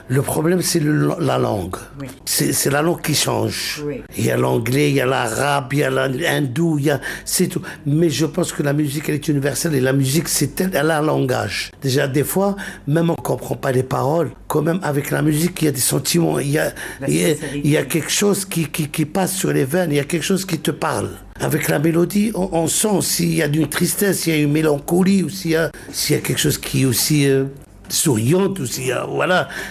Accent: Algeria; Moi, j'ai souffert pour instaurer déjà cette musique chez moi, en Algérie.

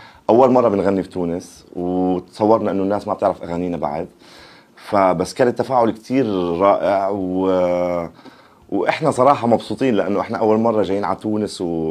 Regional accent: Palestine; now in France; إحنا فرقة فلسطينية بس عايشين برا، عايشين بفرنسا.

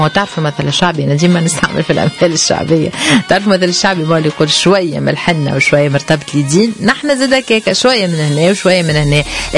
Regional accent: Tunisia; راهي بلادنا تونس متاعنا, نحن دارنا ديما نرجعوا دارنا الكبيره.

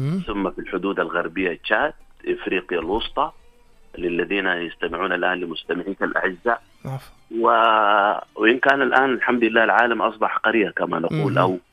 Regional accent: Sudan; نحن يحد السودان 8 دول.

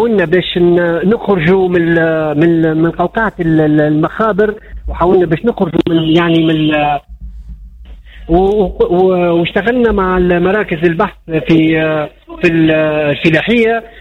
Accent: Tunisia; المساهمة متاعنا كتونسيين

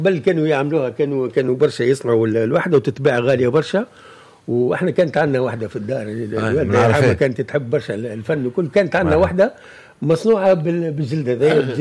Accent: Mahdia, Mahdia Governorate, Tunisia; احنا شولة عندنا في الساحل في المهدية راتشولا

